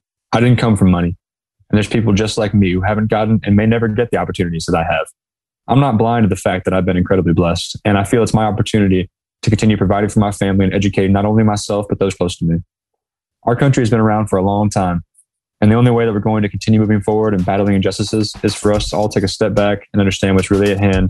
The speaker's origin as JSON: {"language": "English", "town": "Fort Wayne", "region": "Indiana", "country": "United States", "tie": "born or raised there", "said": "creating some JB3 summits in my hometown of Fort Wayne."}